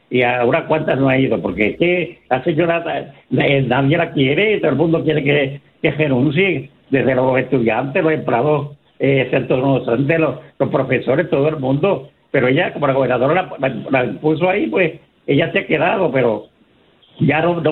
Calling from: Caguas, Puerto Rico; de Cagua.

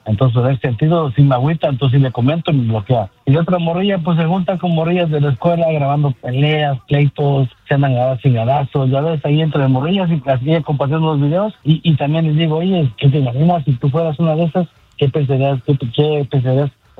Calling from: California, United States; Que andamos trabajando aquí en el Valle de San Fernando.

